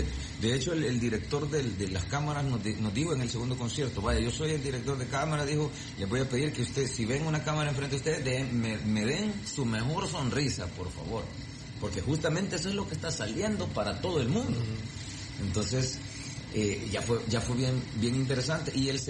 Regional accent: El Salvador; lo que importa es que somos salvadoreños y que está pasando algo que nos llena de orgullo a todos

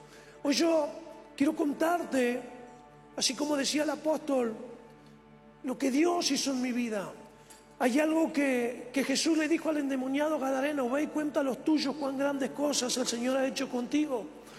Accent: Centenario, Neuquén, Argentina; born there; Mi abuela, yo soy nacido en Centenario, allí en Neuquén, provincia de Neuquén.

